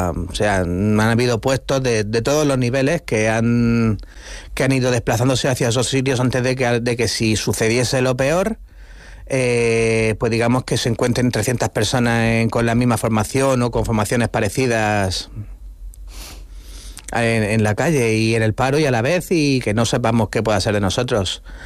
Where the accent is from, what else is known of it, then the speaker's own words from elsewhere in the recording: Cartagena, Region of Murcia, Spain; Soy de Cartagena, nací aquí, tuve toda la vida viviendo aquí.